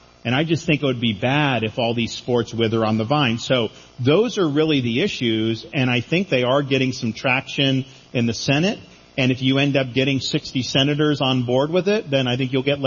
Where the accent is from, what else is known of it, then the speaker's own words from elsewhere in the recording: Florida, United States; I grew up in Florida eating Papa John's.